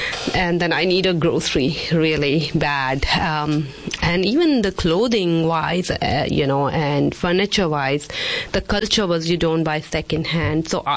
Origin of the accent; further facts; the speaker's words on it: Dalhousie, Himachal Pradesh, India; It's up in the foothill of Himalayas, Dalhousie. It's north part of the India, up mountains, and it's a very beautiful town, and they call it the mini Switzerland.